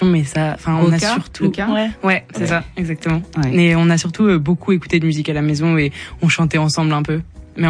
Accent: France; On retrace un petit peu le chemin de nos racines parce que du coup, bah, on a grandi en France métropolitaine et la musique nous permet de nous rapprocher de la Guadeloupe beaucoup.

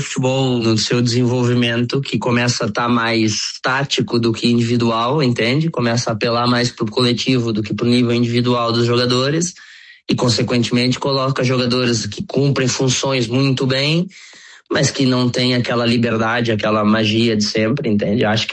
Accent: Brazil; now in United Arab Emirates; mesmo sendo brasileiro

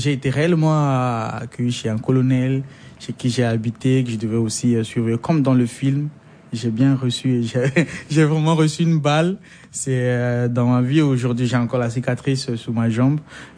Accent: Central African Republic; C'est en Centrafrique que j'ai grandi, c'est en Centrafrique que j'ai mes amis, c'est là que j'ai fait mes études.

